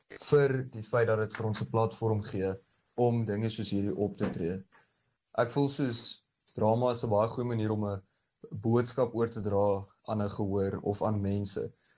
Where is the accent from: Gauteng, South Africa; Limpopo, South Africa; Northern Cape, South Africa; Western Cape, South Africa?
Gauteng, South Africa; Randfontein; Ek's 18 jaar oud en ek's van Randfontein af, dis 'n dorpie baie naby aan Johannesburg.